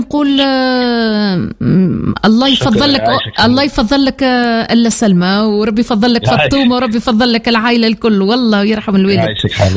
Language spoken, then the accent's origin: Arabic; Tunisia